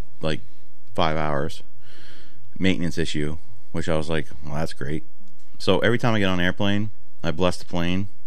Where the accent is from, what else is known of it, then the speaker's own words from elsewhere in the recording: Boston, Massachusetts, United States; But I grew up in Boston, whatever.